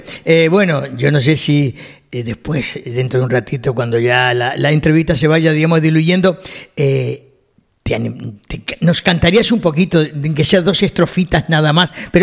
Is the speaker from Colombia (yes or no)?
no; Argentina; now in Canary Islands, Spain; aunque yo hace ya 40 años que estoy por aquí, soy argentino, pero me siento total y absolutamente canario